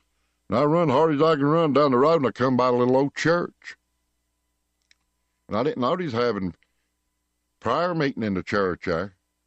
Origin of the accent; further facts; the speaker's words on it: Beech Mountain, North Carolina, United States; I was born and raised up on Beach Mountain, North Carolina. Growing up there in the mountains